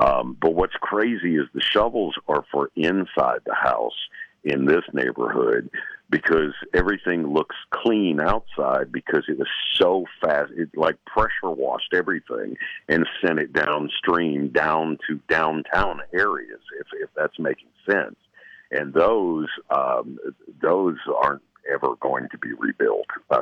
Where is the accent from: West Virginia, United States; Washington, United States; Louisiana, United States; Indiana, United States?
West Virginia, United States; this being my hometown